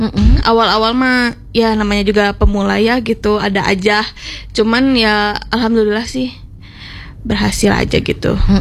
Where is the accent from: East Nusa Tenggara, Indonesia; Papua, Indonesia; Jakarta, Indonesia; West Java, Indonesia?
West Java, Indonesia; Bandung; saya mah orang Bandung sebenarnya, suami yang orang Sumedang.